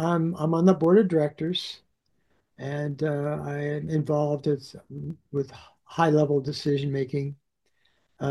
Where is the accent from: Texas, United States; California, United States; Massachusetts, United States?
Texas, United States; Yes, I did grow up in Texas. So I have this Texas background, the West, freedom, riding horses.